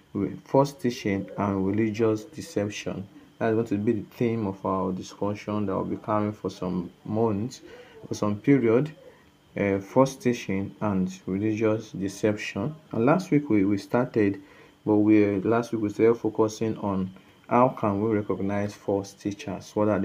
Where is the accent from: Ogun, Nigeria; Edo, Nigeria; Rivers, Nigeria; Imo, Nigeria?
Edo, Nigeria; Okada